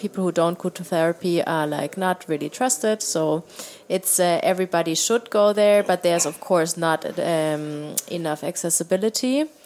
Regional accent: South Germany, Germany; born or raised there

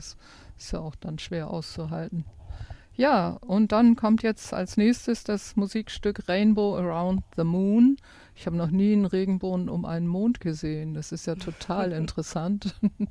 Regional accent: Bremerhaven, Bremen, Germany; accent: North German; moved away; Ursprünglich aus Bremerhaven, ganz norddeutsch, wie man ja hört.

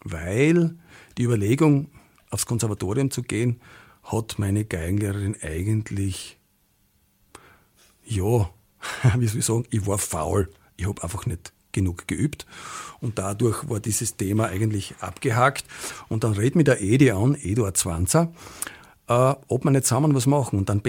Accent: Voitsberg, Styria, Austria; Ich bin in Voitsberg geboren und auch aufgewachsen. Und zwar in der ÖDK-Siedlung.

